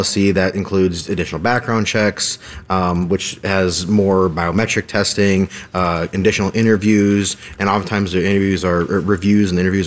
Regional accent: Medina, Ohio, United States; growing up in Medina, a little bit further away than most suburbs

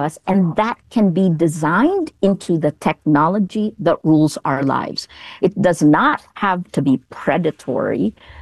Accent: Philippines; English is a second language

